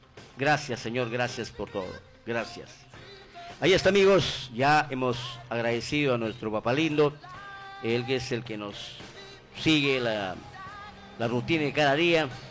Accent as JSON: {"language": "Spanish", "region": "Ucayali", "country": "Peru", "said": "en nuestra región de Ucayali, especialmente, ¿no?, provincia de Parabat."}